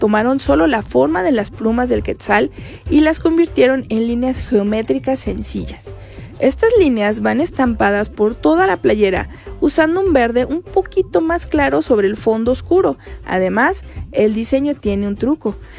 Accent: Mexico; que sí tengas esa identidad y ese sentido de pertenencia de que aquí somos y somos mexicanos, ¿no?

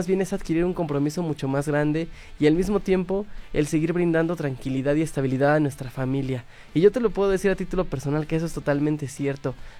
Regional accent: Pachuca, Hidalgo, Mexico; yo que soy de Pachuca y que sigo aquí

